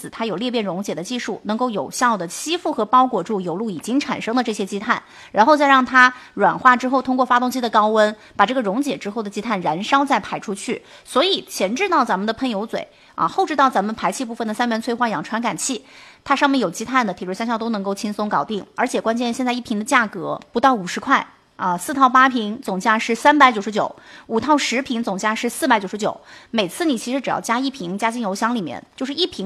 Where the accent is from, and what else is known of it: Jiangxi, China